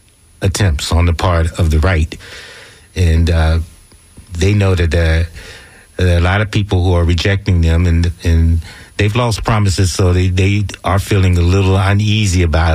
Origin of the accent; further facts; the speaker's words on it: Biloxi, Mississippi, United States; such as where the city I was growing up in Biloxi